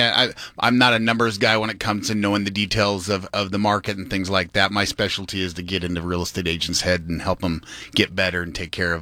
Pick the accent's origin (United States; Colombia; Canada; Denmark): United States; Spokane, Washington; That's my hometown, Spokane, Washington.